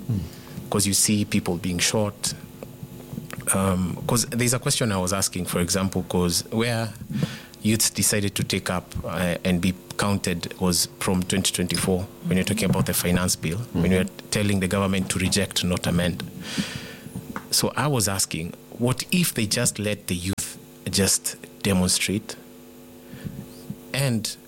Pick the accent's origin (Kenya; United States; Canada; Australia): Kenya; As a Kenyan, speaking as a Kenyan citizen